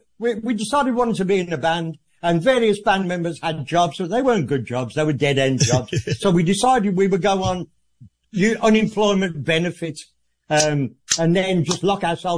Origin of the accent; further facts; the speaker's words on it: Birmingham, West Midlands, United Kingdom; Birmingham, my hometown